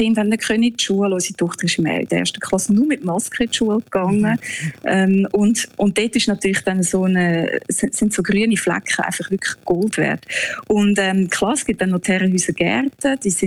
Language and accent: German; Zurich, Switzerland; now in Hanover, Germany; Am Zürichsee, ja, den vermisse ich natürlich schon, gell?